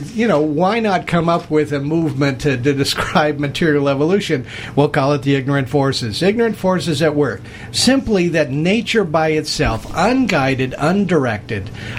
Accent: Los Angeles, California, United States; born or raised there

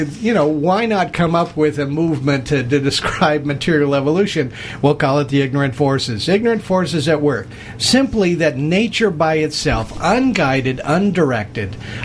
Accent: Los Angeles, California, United States; I was raised in Los Angeles and Hollywood movies and everything

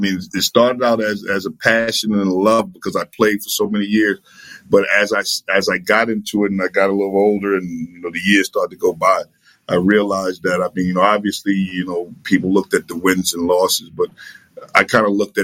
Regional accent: New York City, New York, United States; growing up in the South Bronx

